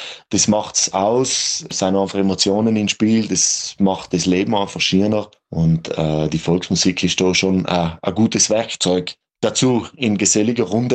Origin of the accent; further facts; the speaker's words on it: Klobenstein, Trentino-Alto Adige, Italy; accent: South Tyrolean; Ja, der Dialekt kommt aus Südtirol. Ich bin ein gebürtiger Ridner. Das ist ein bisschen oberhalb von Bozen, genauer gesagt in Klobenstein bin ich wohnhaft dort geboren.